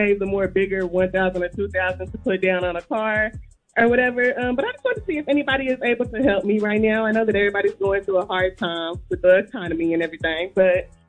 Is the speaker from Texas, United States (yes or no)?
yes; Houston, Texas, United States; I'm from Houston, Texas, period.